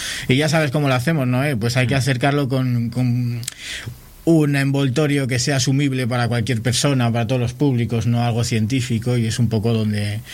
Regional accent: Liendo, Cantabria, Spain; Ves el monte de Candina de Liendo, ves el... Y dices, jolín, estoy viendo mi pueblo

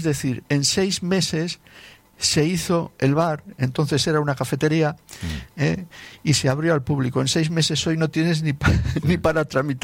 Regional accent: San Andrés de Giles, Buenos Aires Province, Argentina; born there; moved away; No lo olvido. En primer lugar, bueno, porque es donde yo nací, lo quiero mucho, lo sigo queriendo

